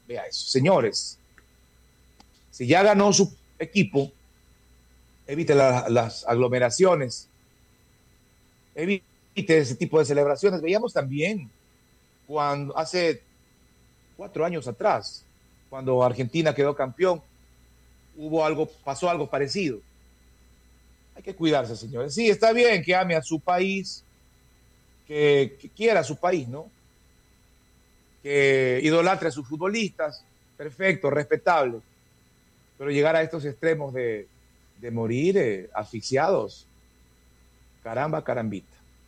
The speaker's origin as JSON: {"language": "Spanish", "country": "Ecuador"}